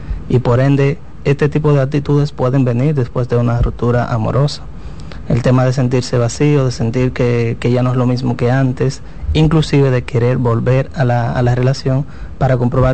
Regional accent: Dominican Republic; nosotros como dominicanos

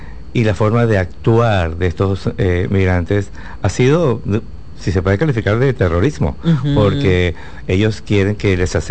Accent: Dominican Republic; vengo de República Dominicana

